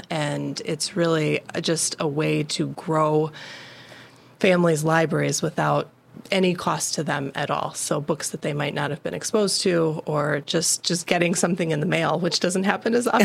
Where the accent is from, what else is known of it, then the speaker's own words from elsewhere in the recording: Traverse City, Michigan, United States; moved away as an adult; also born or lived in California; now in Frankfort, United States; I grew up in Traverse City, so not too far from here, but haven't lived in northern Michigan as an adult. So I moved to California to go to school.